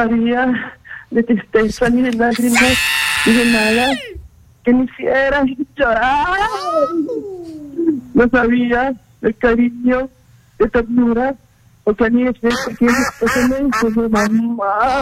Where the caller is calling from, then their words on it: Lima, Peru; De San Juan de Río Gancho